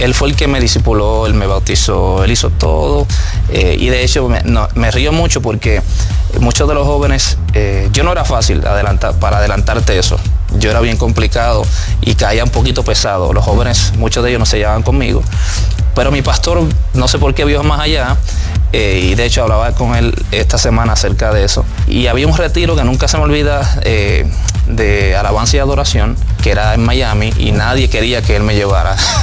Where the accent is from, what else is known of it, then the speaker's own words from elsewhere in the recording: Puerto Rico; Yo acepté a Jesús como a los 19 años aproximadamente, en obviamente la isla donde soy natal, de Puerto Rico.